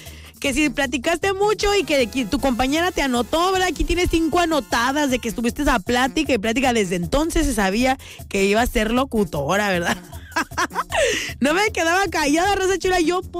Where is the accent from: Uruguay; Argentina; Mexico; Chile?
Mexico; Como buenos mexicanos que somos, muy supersticiosos, tenemos creencias